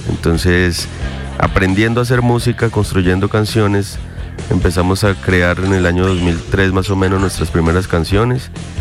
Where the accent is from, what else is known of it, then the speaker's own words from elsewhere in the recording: Leticia, Amazonas, Colombia; born there; yo nací en Leticia, mi madre es brasilera, de un lugar llamado Yutaí, que queda a 2 días en barco desde Leticia, por la Amazonía brasilera. Mi padre es de Leticia.